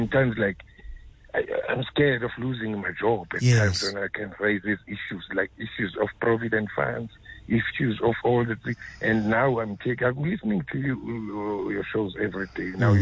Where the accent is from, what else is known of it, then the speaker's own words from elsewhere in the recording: Eastern Cape, South Africa; now in Johannesburg, South Africa; I'm in Joburg, I'm staying in Germiston, I'm from the Eastern Cape.